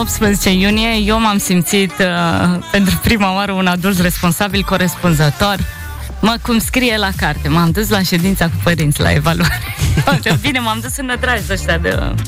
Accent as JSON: {"language": "Romanian", "region": "Bucharest", "country": "Romania", "tie": "born there", "said": "chiar dacă eram din București"}